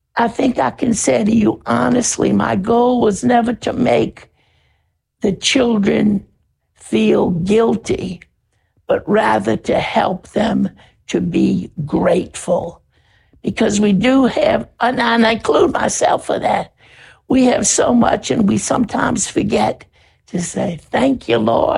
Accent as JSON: {"language": "English", "town": "New Orleans", "region": "Louisiana", "country": "United States", "tie": "born or raised there", "also_born_or_lived": "Alaska", "moved": "as an adult", "said": "I grew up in New Orleans."}